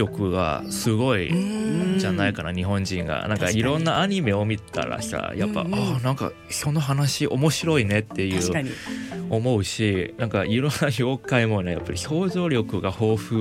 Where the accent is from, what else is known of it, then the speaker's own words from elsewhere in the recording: Hong Kong; あ、川あんまりなかった。僕香港で育てられて、